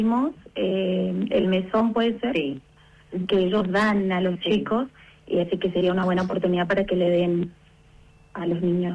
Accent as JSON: {"language": "Spanish", "region": "Chaco", "country": "Argentina", "moved": "yes", "said": "porque nosotros somos chaqueños, y estamos acá hace 20 años."}